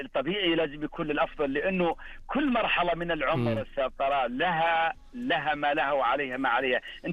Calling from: Hafar Al-Batin, Eastern Province, Saudi Arabia; من حفر الباطن.

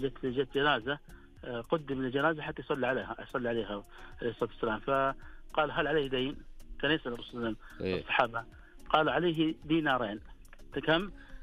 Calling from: Eastern Province, Saudi Arabia; اكلمك من المنطقه الشرقيه

